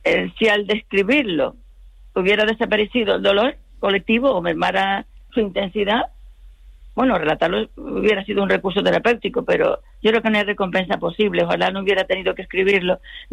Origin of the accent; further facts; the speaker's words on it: Todoque, Canary Islands, Spain; en el Todoque, justamente en Todoque. Uh-huh. Y desde el mismo día que flotó el volcán huimos a Tazacorte, al municipio que está por debajo de nosotros